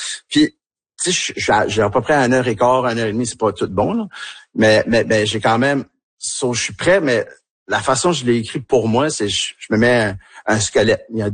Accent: Tracadie, New Brunswick, Canada; accent: Tracadien; quand je suis avec eux autres, je parle avec mon accent tracadien un peu plus

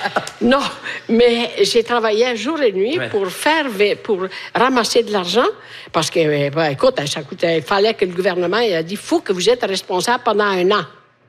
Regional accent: Italy

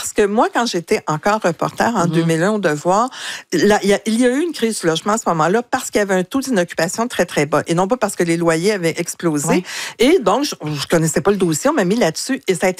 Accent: Quebec, Canada; en tant que Québécois

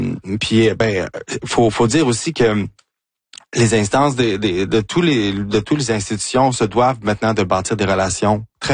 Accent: Chicoutimi, Quebec, Canada; born there; Chicoutimi. Je suis né à Chicoutimi, moi.

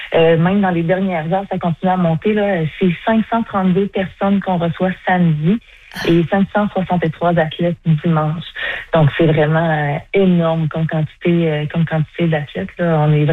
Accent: Sherbrooke, Quebec, Canada; On est chanceux chez nous à Sherbrooke

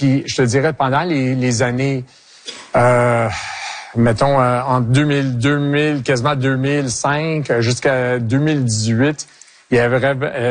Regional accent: Quebec, Canada; Je suis un Québécois, je suis fier, je veux garder mon Québec comme je le connais.

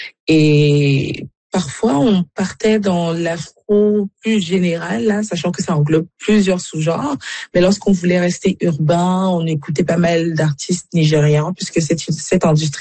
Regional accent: Cameroon; moved away; moi, je suis originaire du Cameroun

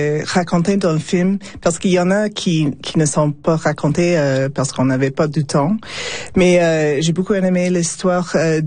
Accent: Edmonton, Alberta, Canada; Regina, c'est pas ma ville natale, c'est Edmonton actuellement, mm-hmm. mais j'ai beaucoup de connexions ici, beaucoup de familles et la communauté ici

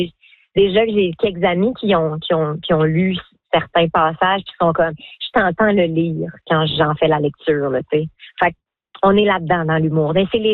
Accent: New Brunswick, Canada; non, je viens de l'Acadie, du Nouveau-Brunswick.

